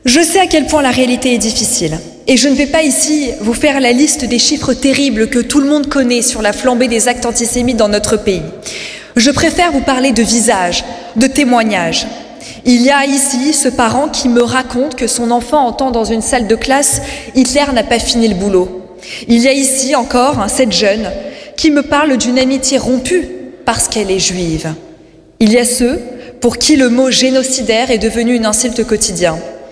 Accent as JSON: {"language": "French", "region": "Île-de-France", "country": "France", "tie": "born or raised there", "said": "Je suis née et j'ai grandi en Seine-Saint-Denis, dans un environnement multiculturel, d'un père algérien, qui je pense ce soir, qui malheureusement n'est plus de ce monde, et d'une mère marocaine."}